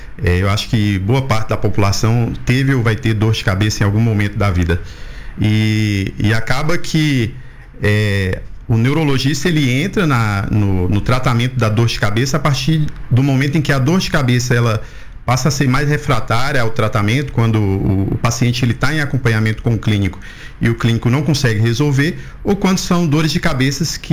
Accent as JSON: {"language": "Portuguese", "town": "Palmas de Monte Alto", "region": "Bahia", "country": "Brazil", "tie": "born or raised there", "also_born_or_lived": "Salvador", "said": "eu sou da cidade, nasci aqui mesmo em Palmas de Monte Alto, provavelmente algumas pessoas conhecem … Estudei todo o ensino fundamental aqui em Palmas de Monte Alto."}